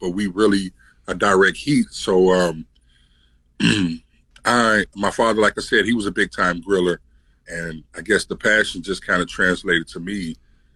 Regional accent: Chicago, Illinois, United States; I'm from Chicago. I'm originally born in Chicago, born and raised in Chicago.

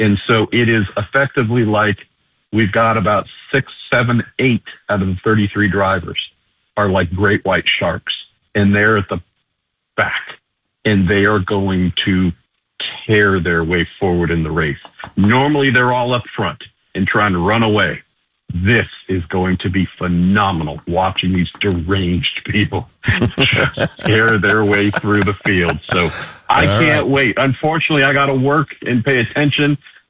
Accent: California, United States; So I'm from Northern California, where the weather is pretty consistent and consistently beautiful.

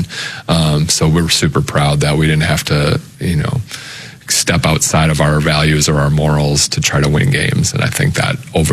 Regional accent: Wisconsin, United States; I grew up in Wisconsin. I lived in Wisconsin my whole life.

